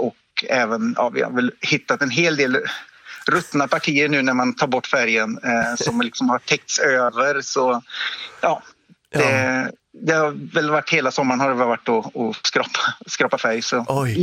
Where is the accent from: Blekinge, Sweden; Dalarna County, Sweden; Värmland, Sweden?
Värmland, Sweden; Arvika; Ja, ja, jag kommer från Arvika i Värmland från början.